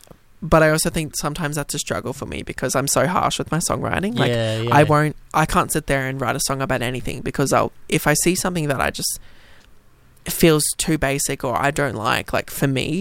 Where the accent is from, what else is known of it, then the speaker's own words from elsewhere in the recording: Australia; born there; I was born in Australia, but my dad was born in New Zealand, so I've got, like, Māori from him.